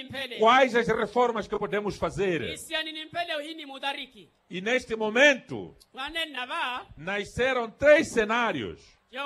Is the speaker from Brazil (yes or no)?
no; Mozambique; o que nós fizemos como moçambicano durante esses 51